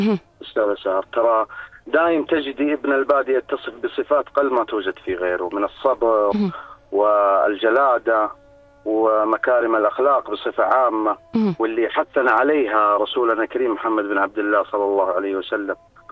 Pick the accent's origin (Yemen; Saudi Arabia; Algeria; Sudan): Saudi Arabia; بلادي المملكة العربية السعودية